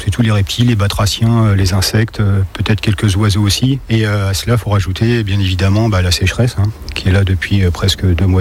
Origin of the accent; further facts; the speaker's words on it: Fontainebleau, Île-de-France, France; Moi, je suis né à Fontainebleau, je suis toujours resté dans le secteur. Donc ça fait plus de 50 ans que je sillonne la forêt de Fontainebleau.